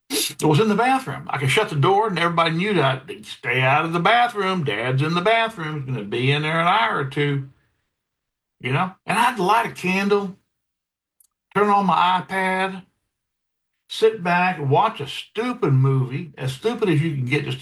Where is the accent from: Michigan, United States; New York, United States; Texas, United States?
Texas, United States; Columbus; born there; I know where LaGrange is. I was born in Columbus, Texas.